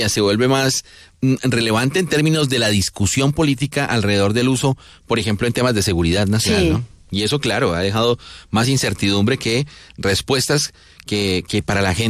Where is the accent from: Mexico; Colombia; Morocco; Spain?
Colombia